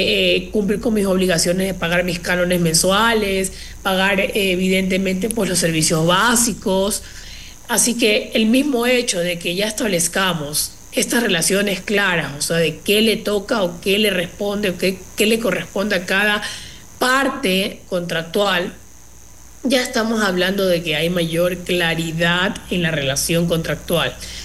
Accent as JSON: {"language": "Spanish", "region": "Los Ríos", "country": "Ecuador", "said": "Yo soy de la provincia de Los Ríos. Yo tengo que regresar a mi provincia porque vivo allá. Entonces, claro, yo estoy bajo una figura de arrendamiento aquí en Quito."}